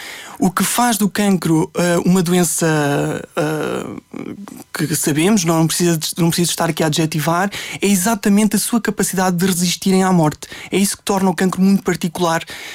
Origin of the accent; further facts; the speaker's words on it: Carrazedo de Montenegro, Norte, Portugal; now in Lisbon, Portugal; a minha infância, que foi Trás-os-Montes, onde eu nasci